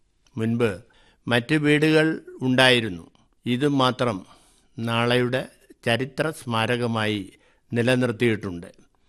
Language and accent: Malayalam; Kerala, India